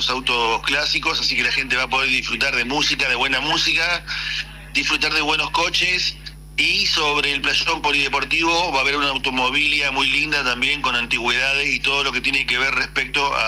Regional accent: Argentina

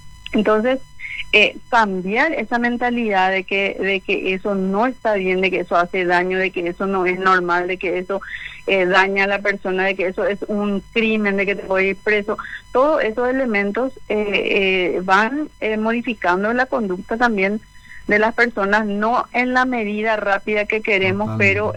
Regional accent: Paraguay; Estamos obligados como ciudadanos paraguayos

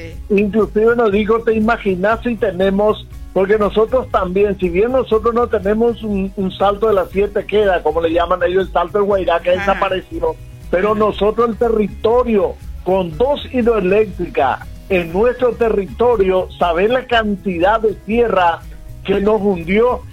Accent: Argentina; now in Paraguay; Yo soy argentino, sí.

